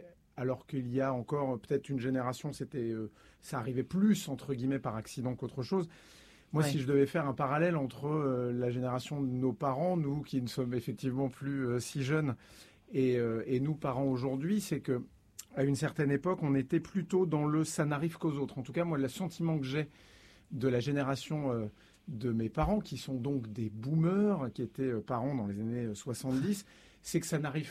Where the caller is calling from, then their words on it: Brittany, France; Moi, j'habite en Bretagne.